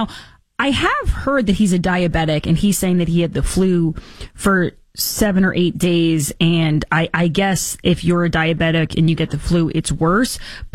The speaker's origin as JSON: {"language": "English", "country": "United States"}